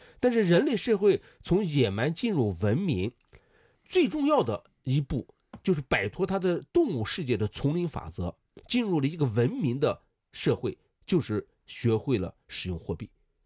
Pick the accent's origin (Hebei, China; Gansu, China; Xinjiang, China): Xinjiang, China; 我呢是在新疆长大的，所以呢和新疆呢有感情